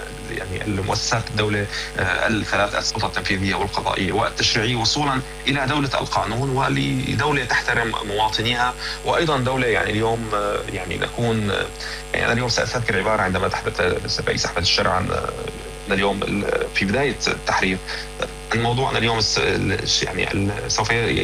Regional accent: Syria; moved away; ونحن أيضا كسوريين داخل خارج سوريا

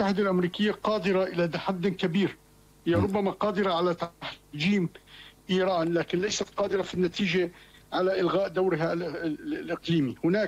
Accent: Syria; نحن السوريون أكثر من تضرر حقيقة من المشروع الإيراني في المنطقة

